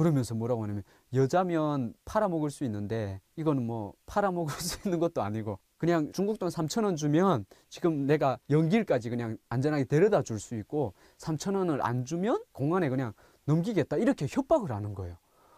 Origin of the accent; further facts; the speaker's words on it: North Korea; moved away; 제 몰골을 봤을 때뭐 이미 알고 있는 거예요. 북한에서 왔을 거라는.